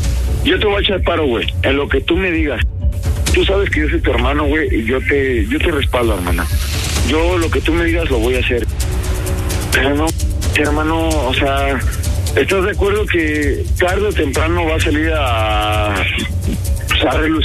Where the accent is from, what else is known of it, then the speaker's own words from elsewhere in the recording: Mexico City, Mexico; O sea, la neta te lo digo como chilango, güey.